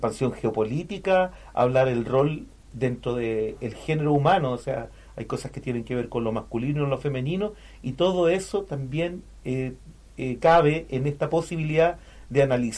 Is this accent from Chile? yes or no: yes; Santiago, Santiago Metropolitan, Chile; also born or lived in Valparaíso / France; now in Los Muermos, Chile; Yo estudié vengo de Santiago, pero viví muchos años en Valparaíso, después me fui a Francia, estuve estudiando en Turquía